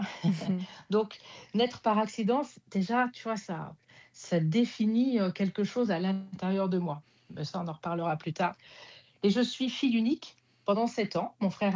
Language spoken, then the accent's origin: French; Orléans, Centre-Val de Loire, France; born there; La Charité-sur-Loire, c'est une petite ville. Hein. Et puis, j'ai toujours d'ailleurs un frère. À 10 ans, on déménage de cette petite ville pour venir sur Orléans. Et Orléans, c'est une très grande ville par rapport à la Charité-sur-Loire. Et donc, tu vois, je suis arrivée à 10 ans et je n'en suis jamais repartie.